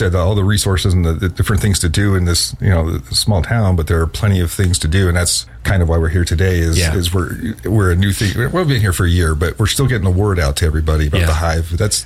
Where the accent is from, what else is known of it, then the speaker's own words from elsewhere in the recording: Denver, Colorado, United States; now in Arizona, United States; I grew up in Denver, Colorado, so I needed by Rocky Mountains.